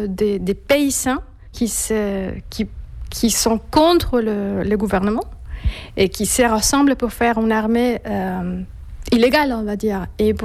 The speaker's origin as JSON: {"language": "French", "country": "Colombia", "moved": "yes", "said": "Après, je suis très ignorante dans beaucoup de choses et ça fait 12 ans que je suis partie de Colombie."}